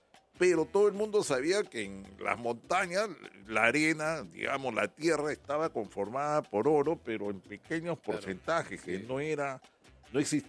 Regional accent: Peru; No somos tan racistas en el Perú, según la encuesta, como los mexicanos.

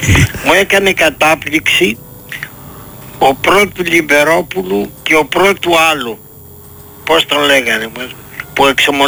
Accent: Peloponnese, Greece; Ο Μαζαράκης ήταν από την πατρίδα μου.

